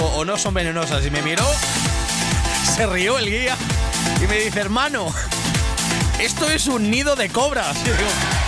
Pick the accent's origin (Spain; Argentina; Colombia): Spain; Ciudad Real, Castilla-La Mancha; Yo soy manchego, no. En Ciudad Real no tenemos de esas cosas.